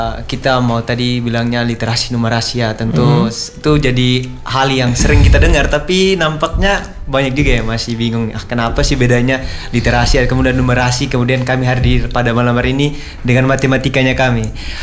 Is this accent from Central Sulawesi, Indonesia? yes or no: no; Sumba, East Nusa Tenggara, Indonesia; now in Kupang, Indonesia; Dari kata … mungkin tahu, itu dari Sumba.